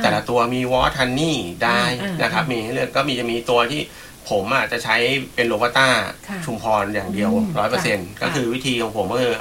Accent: Suphan Buri, Thailand; now in Chumphon, Thailand; ผมไม่ใช่กำเนิดก็คืออยู่ที่สุพรรณบุรี

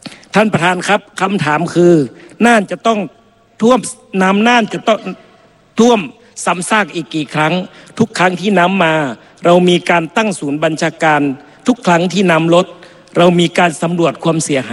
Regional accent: Nan Province, Nan, Thailand; ผมเป็นคนจังหวัดน่าน

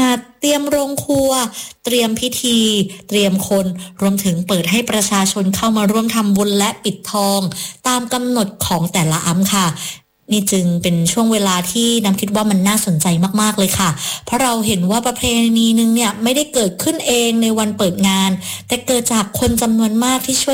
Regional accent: Phuket, Thailand

